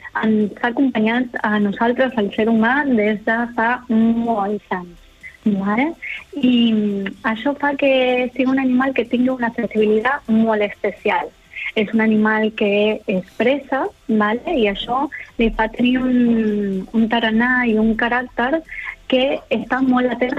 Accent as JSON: {"language": "Catalan", "country": "Argentina", "accent": "Argentine", "second_language": "Catalan", "moved": "yes", "said": "soc argentina."}